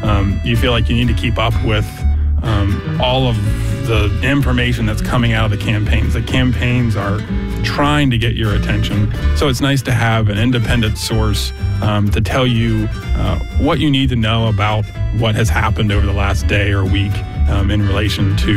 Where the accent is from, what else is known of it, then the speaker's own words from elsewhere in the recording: Madisonville, United States; from Madisonville.